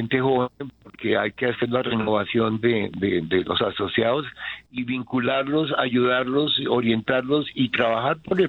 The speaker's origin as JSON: {"language": "Spanish", "country": "Colombia", "said": "somos todos colombianos y queremos apoyar a nuestra gente."}